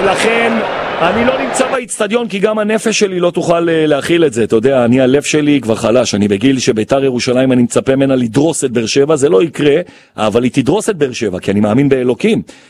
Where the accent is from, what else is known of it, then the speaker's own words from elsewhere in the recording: Jerusalem, Jerusalem District, Israel; ובזכות הדחיפה מאוד גדולה שלי, גם כירושלמי וגם התוכנית שמקדימה אותך